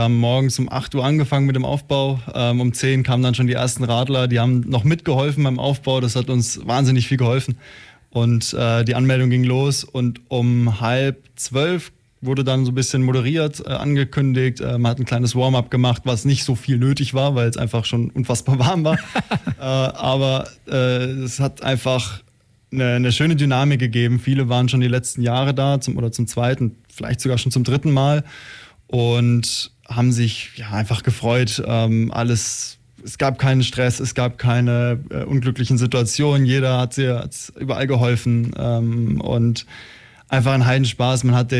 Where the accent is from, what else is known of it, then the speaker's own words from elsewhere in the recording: Baden-Württemberg, Germany; moved away as an adult; now in Ulm, Germany; Ich komme aus der Nähe von Freiburg